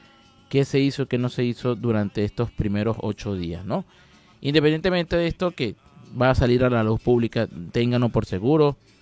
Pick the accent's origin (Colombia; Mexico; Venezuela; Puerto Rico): Venezuela; Y así somos todos los venezolanos